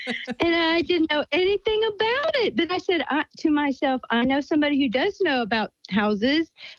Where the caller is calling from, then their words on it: Virginia, United States; I'm calling from Warren County, Virginia.